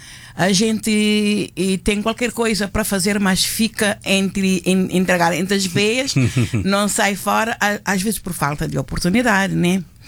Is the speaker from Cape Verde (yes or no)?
yes; Santiago, Cape Verde; also born or lived in Fogo; now in Portugal; Eu sou natural da Ilha do Fogo, Nossa Senhora da Conceição. Cresci na praia, Ilha de Santiago, Cabo Verde. E agora vivo aqui há 11 anos.